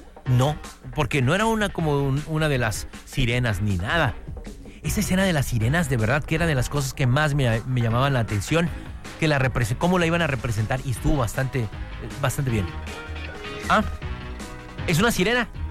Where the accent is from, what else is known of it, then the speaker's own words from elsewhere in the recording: Mérida, Yucatán, Mexico; No, espérame, soy de Mérida, no soy norteño.